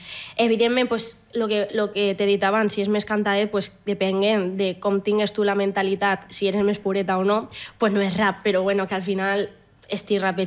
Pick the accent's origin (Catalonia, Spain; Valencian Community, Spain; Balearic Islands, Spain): Valencian Community, Spain; Aldaia; damunt del meu poble, d'Aldaya.